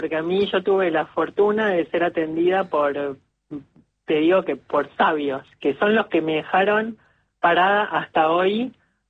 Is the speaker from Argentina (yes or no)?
yes; Argentina; Apellido lituano, pero soy